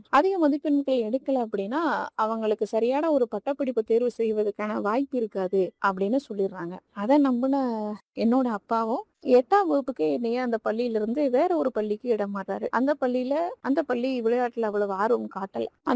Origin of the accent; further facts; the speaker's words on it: Dindigul district, Tamil Nadu, India; நான் பிறந்து வளர்ந்தது எல்லாமே திண்டுக்கல் மாவட்டம் ஒட்டங்கத்திரம்பட்டம் ரெட்டியபட்டிங்கிற ஒரு கிராமத்துல தான். என்னுடைய குடும்பம் ஒரு விவசாய குடும்பம்